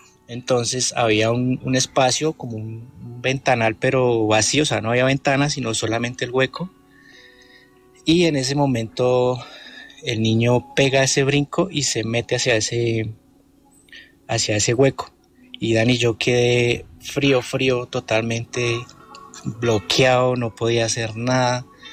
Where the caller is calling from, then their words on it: Tabio, Cundinamarca, Colombia; Yo soy de Tabio.